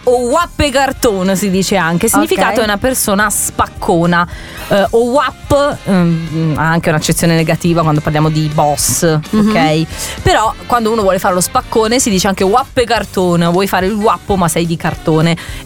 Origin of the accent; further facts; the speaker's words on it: Naples, Campania, Italy; Non sembra, ma io sono sono spagnola, sono napoletana, ok?